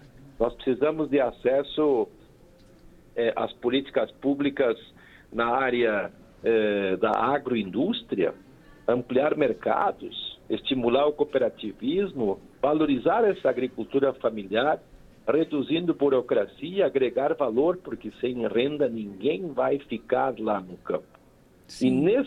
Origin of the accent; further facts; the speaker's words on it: Santa Cruz do Sul, Rio Grande do Sul, Brazil; onde eu nasci e me criei no interior de Santa Cruz do Sul, no Rio Grande do Sul